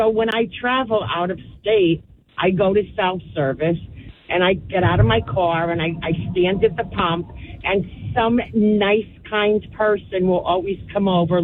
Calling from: New Jersey, United States; I personally am a Jersey girl

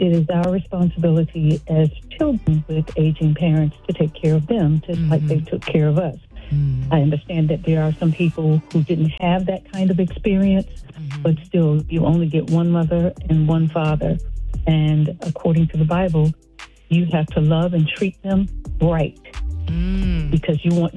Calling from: Maryland, United States; I'm calling from Maryland.

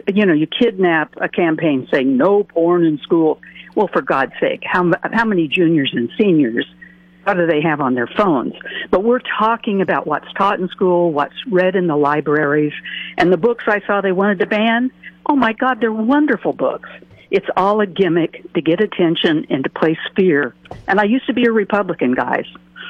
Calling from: Aurora Grande, United States; As a grandma here in Aurora Grande

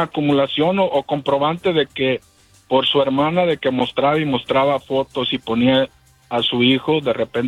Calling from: Sinaloa, Mexico; Somos de Sinaloa

